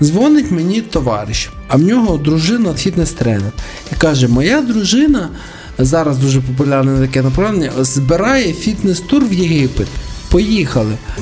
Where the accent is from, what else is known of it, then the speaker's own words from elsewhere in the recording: Khmelnytskyi Oblast, Ukraine; also born or lived in Kamchatka, Russia; now in Korosten, Ukraine; я народився взагалі на Камчатці в Росії. Потім ми переїхали в Хмельницьку область, потім в Одеську область, потім знову в Хмельницьку область, потім знову в Одеську область.